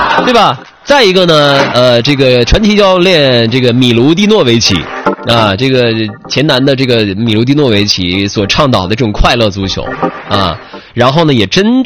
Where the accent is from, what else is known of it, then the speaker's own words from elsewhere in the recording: China; 2022年韩日世界杯也是我们中国人，最值得我们中国骄傲的一次世界杯